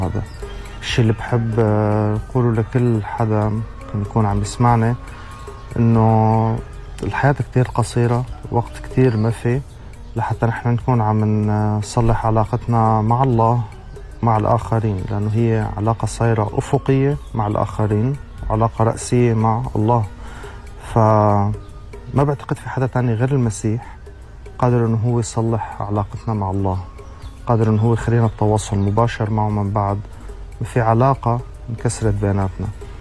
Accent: Syria; now in Europe; أنا سوري، أقيم حاليا في أوروبا ومؤمن بالمسيح من قرابة 7 سنوات.

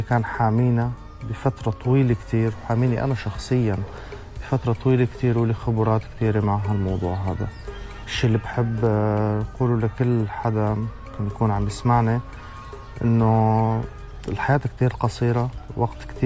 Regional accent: Syria; نحن كسوريين مرينا بألام كتير كبيرة جراء الهجرة والحرب والنزوح

